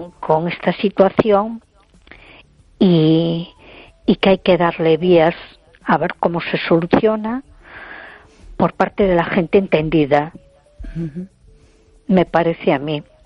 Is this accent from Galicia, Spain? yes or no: yes; A Coruña, Galicia, Spain; Muy buenas. … de Coruña.